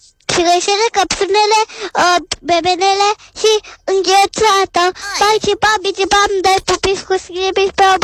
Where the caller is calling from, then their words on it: Popești-Leordeni, Ilfov, Romania; din Popestile Oden, am 5 ani